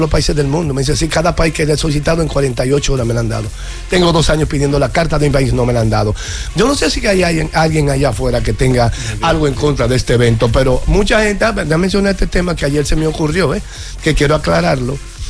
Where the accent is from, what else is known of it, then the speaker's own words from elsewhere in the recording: Spain; yo también soy español